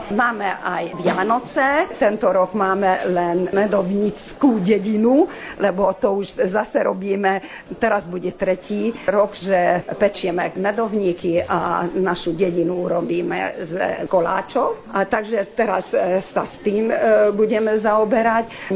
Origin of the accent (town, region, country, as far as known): Hungary